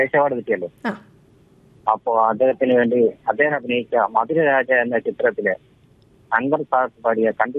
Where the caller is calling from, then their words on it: Thiruvananthapuram, Kerala, India; എന്റെ നാട്ടിലുള്ള മരുതൻകുഴി തോട്ടാമുള ഒരു 600 കുടുംബങ്ങളുണ്ട്.